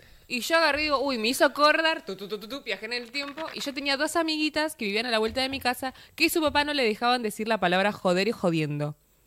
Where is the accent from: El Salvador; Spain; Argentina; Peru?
Argentina; Somos argentinos